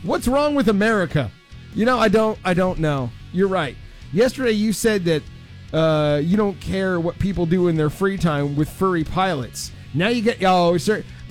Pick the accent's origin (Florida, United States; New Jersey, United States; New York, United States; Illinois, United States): Florida, United States; I grew up in Florida, never heard of that city.